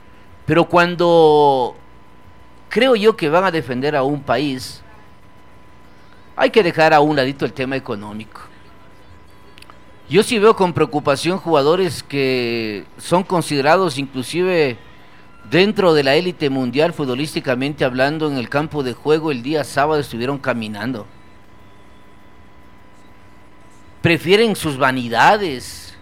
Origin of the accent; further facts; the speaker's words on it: Ecuador; somos ecuatorianos